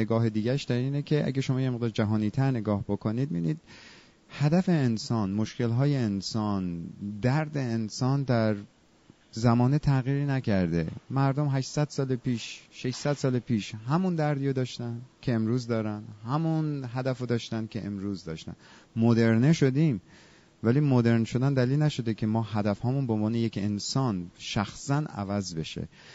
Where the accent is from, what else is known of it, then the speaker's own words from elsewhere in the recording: Iran; moved away; از ایران هستیم